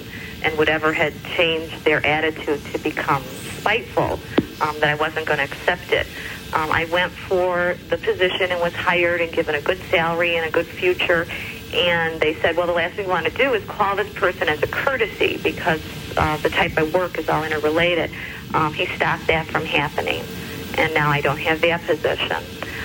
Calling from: Pennsylvania, United States; Hi, I'm from Pennsylvania.

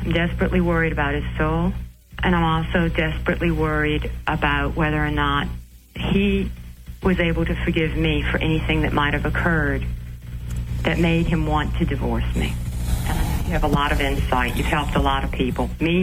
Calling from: Louisiana, United States; I'm from Louisiana.

